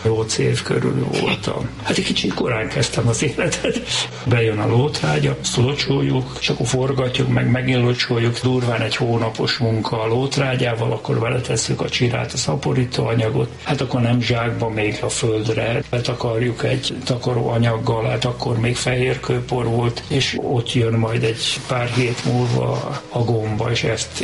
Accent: Budapest, Hungary; born or raised there

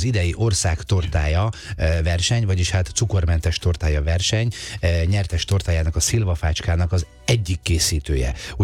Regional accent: Debrecen, Hajdú-Bihar, Hungary; moved away; Én Debrecenből jövök

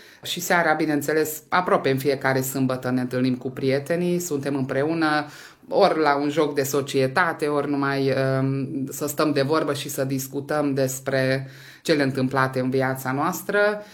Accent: Hungary; ne definește pe noi ca români din Ungaria.

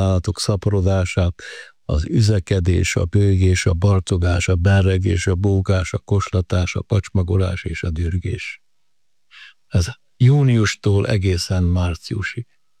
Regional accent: Zagyvaróna, Nógrád, Hungary; Egy szerencsém volt, én Zagyvaron, a Rónabányán nőttem föl, az ottani erdők olyan nyomot hagytak bennem, hogy egy életre szólott.

